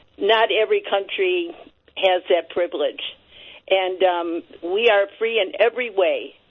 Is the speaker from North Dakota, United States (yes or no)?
no; Cleveland, Ohio, United States; from Cleveland, Ohio. We are the home of the Rock and Roll Hall of Fame